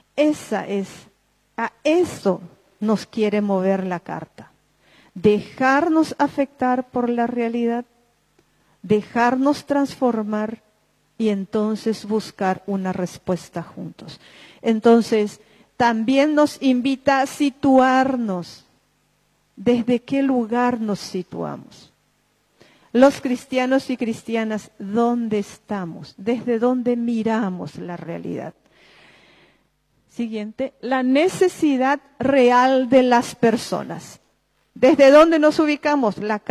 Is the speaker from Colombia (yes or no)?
no; Paraguay